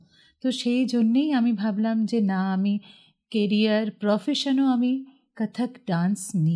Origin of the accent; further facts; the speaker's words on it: Dinhata, West Bengal, India; আমি বড় হয়েছি দিনহাটায়, কুচবিহারের দিনহাটাতে।